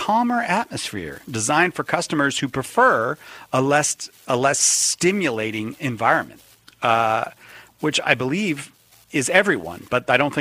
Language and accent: English; Boston, Massachusetts, United States; See, I'm from Boston. Wicked means something different to us.